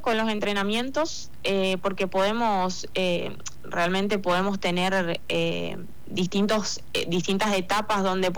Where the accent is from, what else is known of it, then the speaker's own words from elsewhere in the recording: San Ignacio, Misiones, Argentina; soy de San Ignacio, vivo en San Ignacio y viajo para poder entrenar.